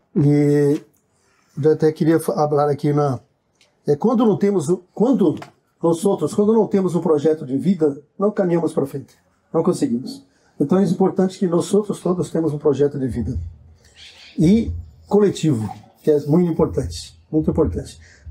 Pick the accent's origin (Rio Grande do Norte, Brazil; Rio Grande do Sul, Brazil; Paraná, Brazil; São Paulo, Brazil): Paraná, Brazil; Curitiba; eu sou de Curitiba, capital do estado do Paraná, região sul do Brasil